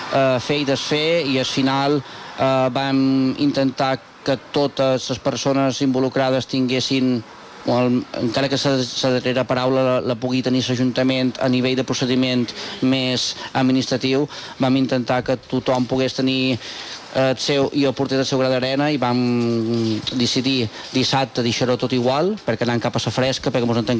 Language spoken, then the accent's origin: Catalan; Sant Lluís, Balearic Islands, Spain; soc molt de, sempre ho dic, soc molt de Sant Lluís i per jo és un orgull poder ser aquesta figura dins la colcada i representar el que és tot el poble de Sant Lluís